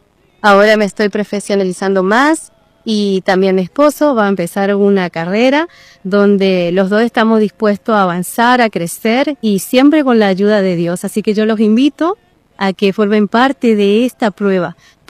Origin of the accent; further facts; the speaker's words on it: Goya, Corrientes, Argentina; also born or lived in Tandil; soy de Goya Corrientes, de la Iglesia Universal de Goya.